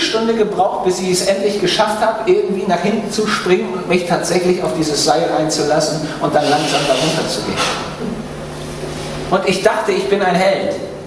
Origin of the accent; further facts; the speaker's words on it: Schleswig-Holstein, Germany; ich bin ja in Schleswig-Holstein aufgewachsen, was man immer noch an der Stimme hört und auch am Slang.